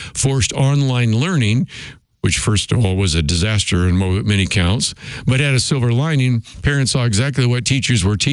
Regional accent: California, United States; and I grew up in the Bay Area, so I know this only so well

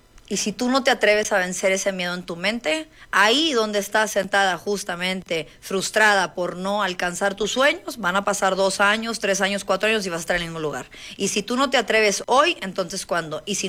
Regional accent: Mexico; Yo soy chaparrita, mexicana, voluptuosita, y de pierna corta, ¿no?, como decimos.

